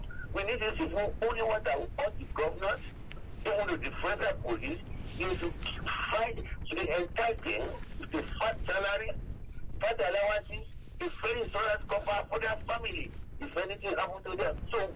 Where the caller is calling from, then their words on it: Ikeja, Lagos, Nigeria; We're calling from Ikeja.